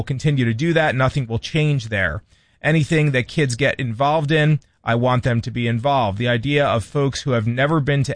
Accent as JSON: {"language": "English", "region": "Minnesota", "country": "United States", "said": "As a person who lives in this state, as a Minnesotan, I find that to be a bit disappointing."}